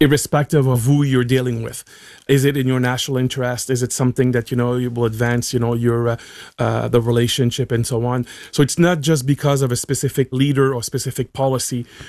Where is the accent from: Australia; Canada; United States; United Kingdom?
Canada; Well, as a Canadian, I take offense